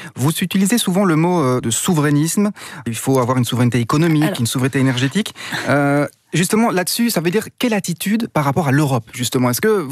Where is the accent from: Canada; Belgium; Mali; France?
Belgium; chez nous en Belgique